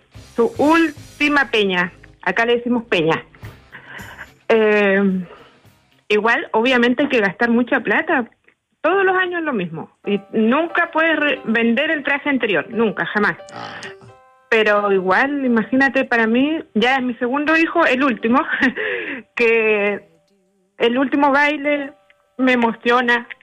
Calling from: Puerto Aysén, Aysén, Chile; estoy llamando desde Puerto Aysén.

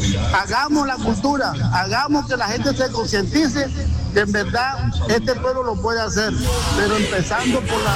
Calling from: Sincelejo, Sucre, Colombia; mi pueblo, Sincelejo

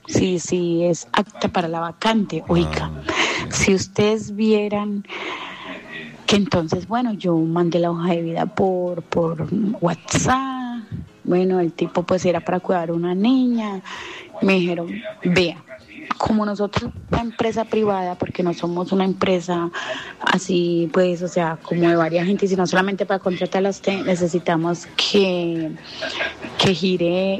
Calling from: Anserma, Caldas, Colombia; Les hablo desde Anserma.

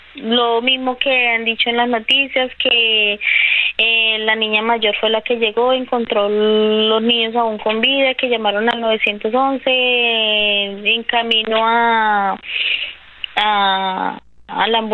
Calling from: Ibagué, Tolima, Colombia; En el momento me encuentro en Ibagué

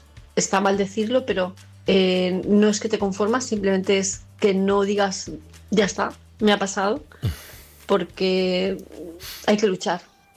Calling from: Palma, Balearic Islands, Spain; de Palma de Mallorca

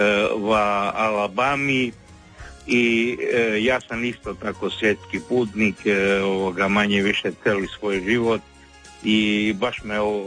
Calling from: Kostrena, Primorje-Gorski Kotar County, Croatia; Ja sam inače iz Kostrene isto

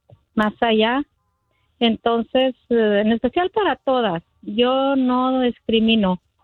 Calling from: Los Angeles, California, United States; Le estoy llamando de aquí de Los Ángeles.

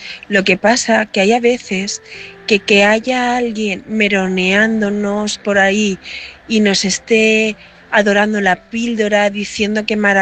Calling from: Valencia, Valencian Community, Spain; te hablo desde Valencia.

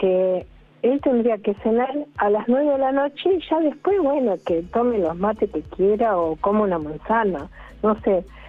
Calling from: Mar del Plata, Buenos Aires Province, Argentina; De Mar del Plata

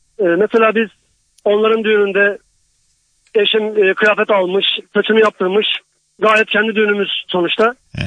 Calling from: Menderes, İzmir, Turkey; İzmir Menderes'ten …

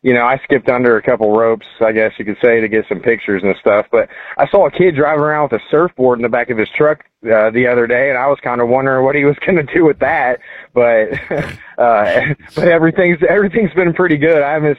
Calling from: Noblesville, Indiana, United States; I am from Noblesville, Indiana.

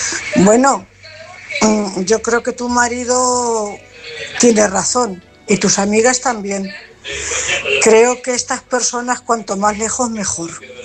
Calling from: Cuenca, Castilla-La Mancha, Spain; Buenas noches … corresponsal de Cuenca.

